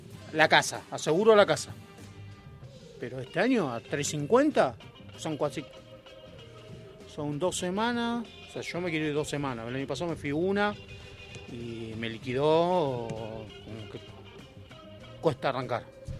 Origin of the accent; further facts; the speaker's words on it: Argentina; Le digo, soy argentino, no te olvides de eso.